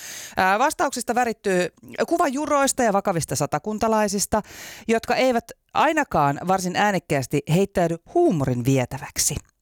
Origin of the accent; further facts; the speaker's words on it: Helsinki, Uusimaa, Finland; Minä olen syntyperäinen helsinkiläinen jo vaikka kuinka monennessa polvessa.